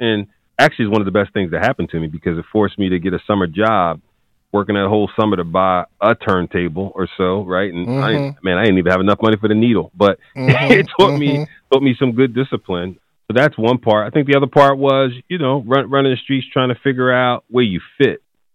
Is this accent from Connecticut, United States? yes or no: no; Philadelphia, Pennsylvania, United States; Well, you know, North Philly was tough back then. Athan Butler was considered at that time, man, the drug capital of the world, at least the United States. And I was one of those kids, I think, not unlike many, that had a rough childhood